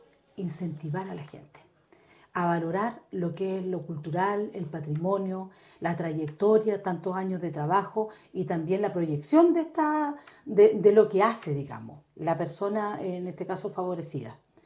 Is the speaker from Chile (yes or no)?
yes; San Juan de la Costa, Los Lagos, Chile; como yo, habitante también